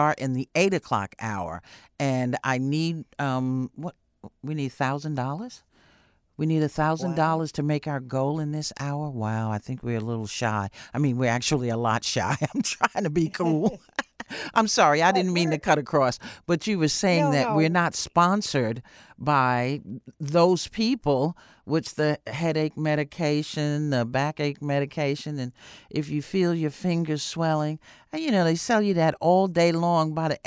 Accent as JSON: {"language": "English", "region": "New York", "country": "United States", "said": "me being a New Yorker and living just a few steps from Broadway"}